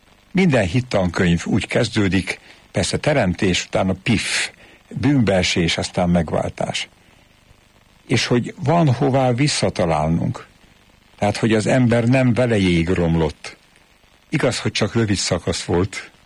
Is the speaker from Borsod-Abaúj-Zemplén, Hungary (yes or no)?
no; Tápiószele, Pest, Hungary; born there; én Tápióshűben születtem